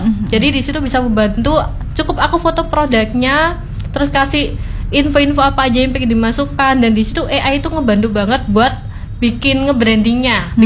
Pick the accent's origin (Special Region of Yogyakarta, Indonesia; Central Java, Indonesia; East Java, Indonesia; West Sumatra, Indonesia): East Java, Indonesia; Surabaya; sebagai orang Surabaya